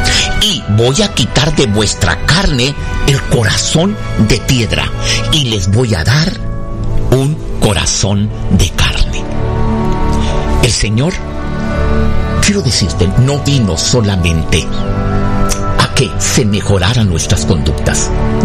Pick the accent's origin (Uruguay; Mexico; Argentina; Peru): Mexico; Como mexicanos, usted y yo muy bien sabemos eso